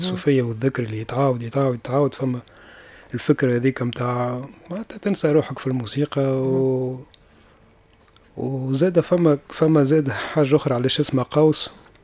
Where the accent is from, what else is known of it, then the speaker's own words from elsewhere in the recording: Tunisia; انا كبرت في تونس